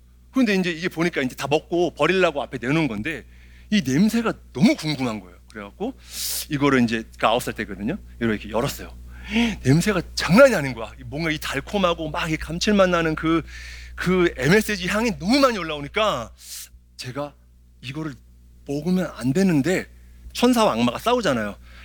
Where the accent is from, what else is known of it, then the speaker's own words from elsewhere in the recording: Seoul, South Korea; 저는 이제 그 당시 때 이태원이라는 동네에 살았어요. 어릴 때부터. 근데 소위 좀 어려운 친구들, 가난한 사람들이 많이 살고 좀 위험한 우범지대였어요.